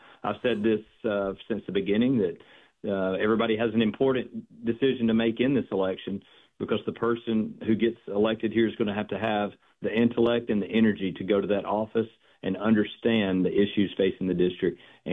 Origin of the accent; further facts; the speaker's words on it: Fayetteville, Tennessee, United States; Yeah, I grew up born and raised in Fayetteville, Tennessee, right on the Alabama-Tennessee state line, just north of Huntsville.